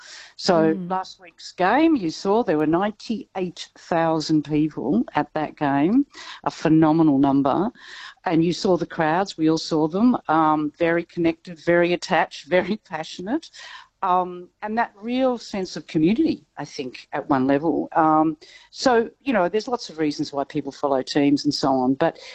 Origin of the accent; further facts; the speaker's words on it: Fitzroy, Victoria, Australia; So I grew up in Fitzroy, and Fitzroy was my second team